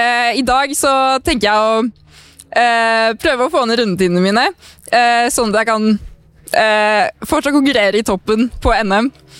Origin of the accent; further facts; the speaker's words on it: Stavanger, Rogaland, Norway; det var vennegjengen min hjemme I Stavanger